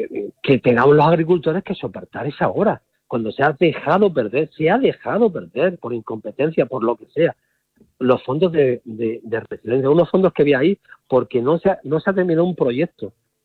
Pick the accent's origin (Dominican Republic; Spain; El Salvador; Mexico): Spain; ¿Es que no somos los españoles todos iguales ante la ley?